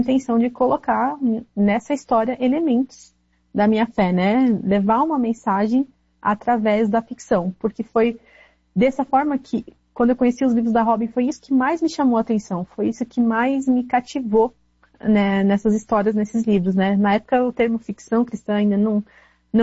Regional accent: South Region, Brazil; now in North Region, Brazil; Foi um período de transição que eu tava de mudança, eu sou do Sul. Aí nesse tempo eu mudei pro Norte

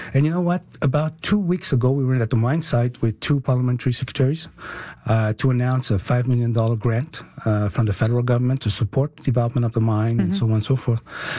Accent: Newfoundland and Labrador, Canada; born there; I was born off the land in Labrador, and I'm very proud of it, and I still call myself a Labradorian, a proud Labradorian.

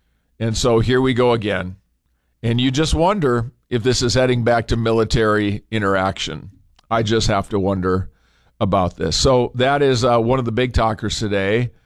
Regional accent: Minnesota, United States; born there; now in Fargo, United States; northern Minnesota, my home state.

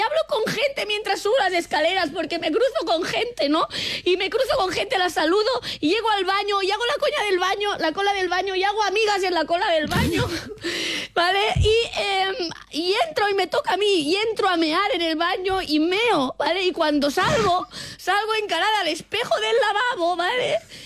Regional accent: Catalonia, Spain; porque ya sabemos que soy catalana.

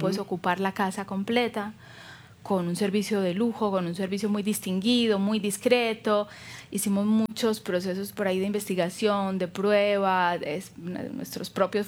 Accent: Argentina; nosotros como viticultura argentina.

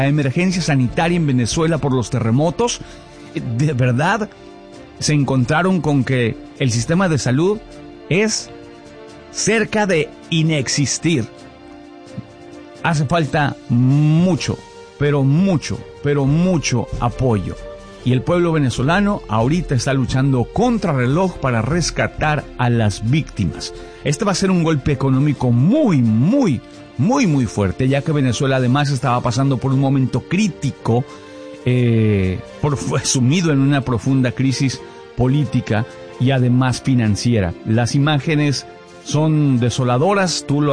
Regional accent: Mexico; now in United States; como un mexicano que se ha enfrentado a los grandes y tan terribles, devastadores terremotos que ha sido afectado México

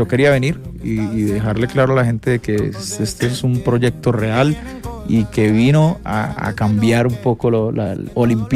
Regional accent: Colombia; Y yo, igual siendo colombiano, digamos que ya ahorita que estuve en México tuve la aceptación de ellos

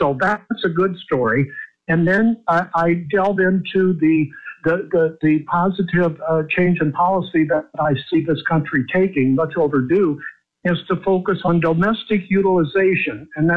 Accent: Midwest, United States; now in Virginia, United States; I'm originally from the Midwest, even though I've been in Virginia since the mid-70s

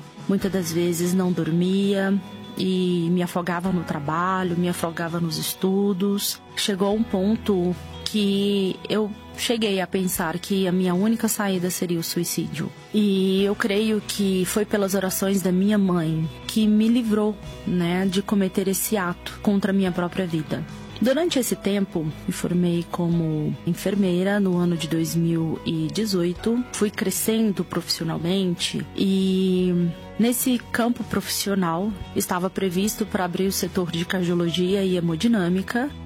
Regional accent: Patos de Minas, Minas Gerais, Brazil; Hoje eu estou com 33 anos de idade, sou de Minas Gerais, da cidade de Patos de Minas.

